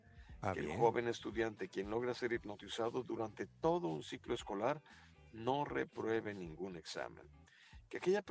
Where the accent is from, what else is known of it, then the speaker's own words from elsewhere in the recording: Santiago, Santiago Metropolitan Region, Chile; Trabajo mucho por aquellas partes del mundo, pero yo soy originario de Santiago de Chile.